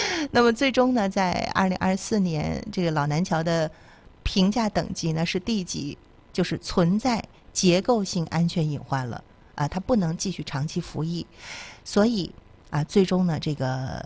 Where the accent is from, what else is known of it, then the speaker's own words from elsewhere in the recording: Jinzhou, Liaoning, China; 是属于咱们锦州这座工业城市的时光印记啊